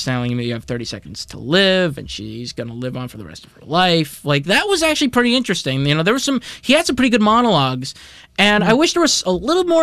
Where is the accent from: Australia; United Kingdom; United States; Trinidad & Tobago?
United States; New York; I'm from New York, so there were no like homeless men on the subways